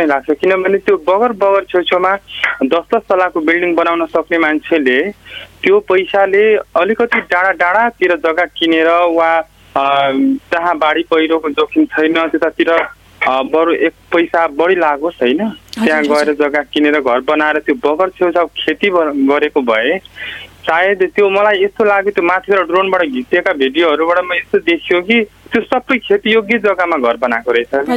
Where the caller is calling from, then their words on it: Madhesh Province, Nepal; महोत्तरीको बरबाट Madhes Pradesh.